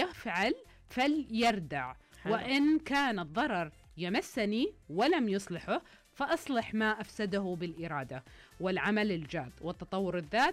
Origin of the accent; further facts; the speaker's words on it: Eastern Province, Saudi Arabia; born there; وأنا وقتها كنت في الشرقية فكنا نشوف قناة البحرين.